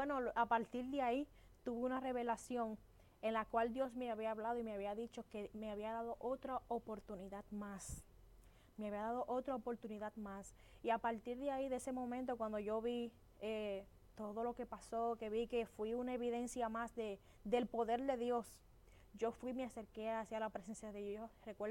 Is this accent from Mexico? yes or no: no; Baní, Peravia, Dominican Republic; todo mi pueblo Vanilejo